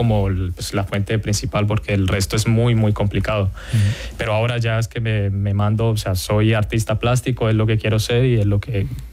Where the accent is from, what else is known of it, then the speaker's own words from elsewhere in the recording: Colombia; moved away as an adult; now in Spain; soy de Colombia, yo allí no pintaba